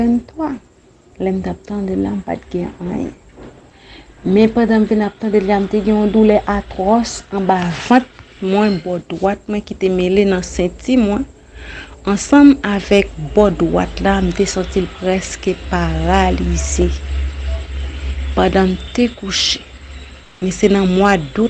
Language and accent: French; Santo Domingo, Dominican Republic; Moi, je viens de Saint-Domingue, je ne parle pas l'anglais, l'espagnol.